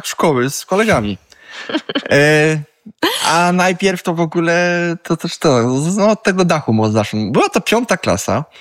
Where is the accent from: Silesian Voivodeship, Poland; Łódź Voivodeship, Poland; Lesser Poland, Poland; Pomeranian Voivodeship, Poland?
Silesian Voivodeship, Poland; Sosnowiec; Ja pochodzę ze Śląska